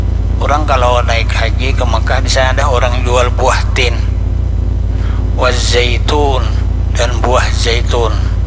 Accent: South Kalimantan, Indonesia; Ya bahasa kita orang Banjar, paharatnya tupang dah.

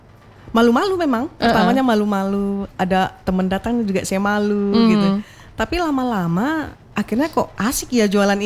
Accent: Pekanbaru, Riau, Indonesia; also born or lived in Medan; Besarnya di Pekanbaru, sekolah di Pekanbaru

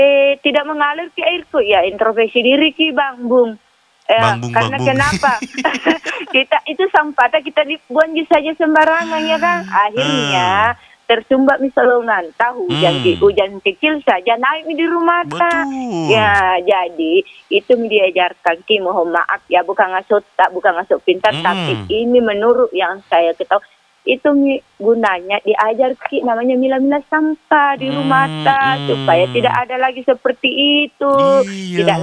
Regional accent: Makassar, South Sulawesi, Indonesia; sebagai warga Kota Makassar yang baik

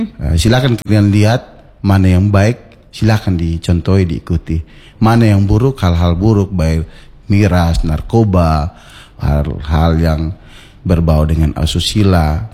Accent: Rote Ndao, East Nusa Tenggara, Indonesia; Sebagai putra Rotendao

